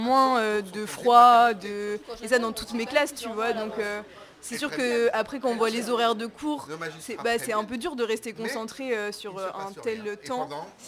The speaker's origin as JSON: {"language": "French", "town": "Montreuil", "region": "Île-de-France", "country": "France", "tie": "born or raised there", "said": "moi je suis de Montreuil, j'ai fait toute ma scolarité dans le public à Montreuil."}